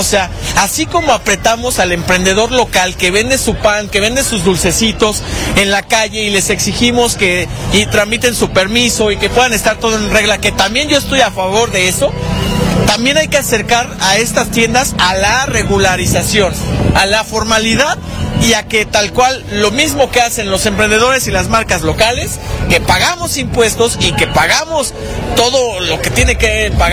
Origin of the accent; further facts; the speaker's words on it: León, Guanajuato, Mexico; Los leoneses sí consumimos cultura